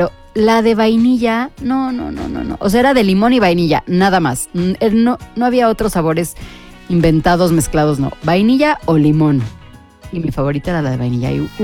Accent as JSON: {"language": "Spanish", "country": "Mexico"}